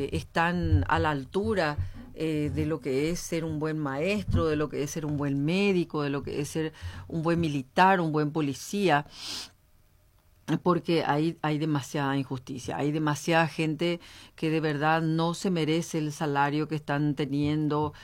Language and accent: Spanish; Paraguay